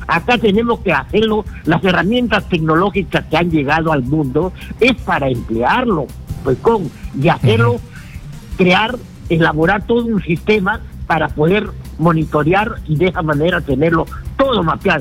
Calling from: Trujillo, La Libertad, Peru; te saludo de Trujillo

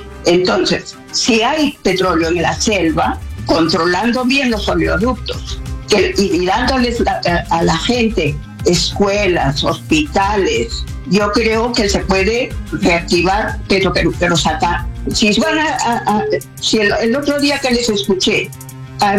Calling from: Alicante, Valencian Community, Spain; de Alicante.

